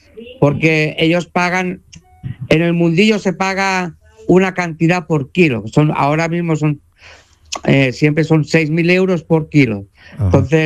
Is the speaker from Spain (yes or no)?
yes; Spain; Pues me encuentro feliz de estar en casa, de estar en mi país.